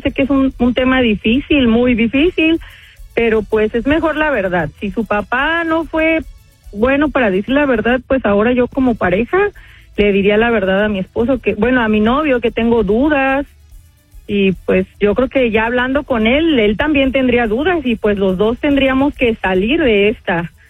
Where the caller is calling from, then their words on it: Colorines, State of Mexico, Mexico; Soy de un pueblito que se llama Colorines, de Valle de Bravo, Estado de México